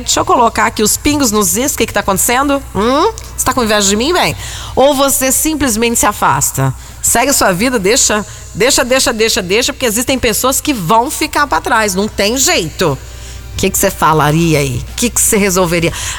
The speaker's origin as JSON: {"language": "Portuguese", "country": "Brazil", "said": "Eu assumo que eu sou Brasil. Que eu sou brasileiro e eu gosto de falar brasileiro."}